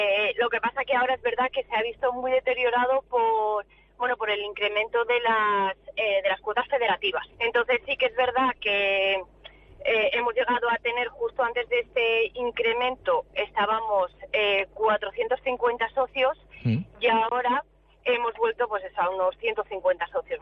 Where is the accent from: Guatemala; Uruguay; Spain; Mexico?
Spain; Benasque, Aragon; soy de Benasque. Nací en Benasque, nací rodeada de montañas.